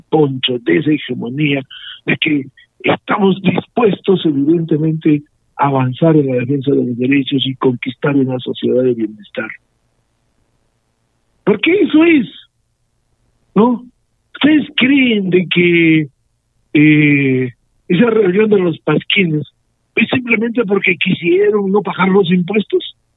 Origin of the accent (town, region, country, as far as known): Arequipa, Peru